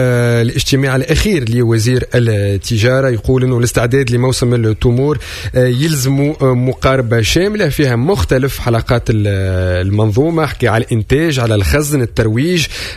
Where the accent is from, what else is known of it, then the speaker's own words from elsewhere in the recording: Tunisia; أنا كتونسي اليوم نحب الدقلة توصلي بأسعار النجم نشري منها